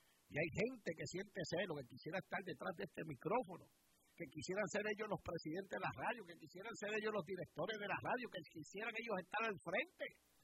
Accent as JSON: {"language": "Spanish", "town": "Caguas", "country": "Puerto Rico", "tie": "born or raised there", "said": "en el pueblo mío, cerquita donde yo me crié, en Río Caña, por el sector, se llama eso, La Ponderosa. Así que se llama, Jordi, La Ponderosa en Cagua."}